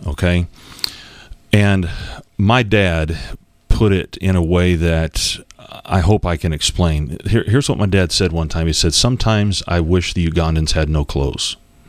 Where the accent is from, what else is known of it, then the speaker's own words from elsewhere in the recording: United States; We're fellow Americans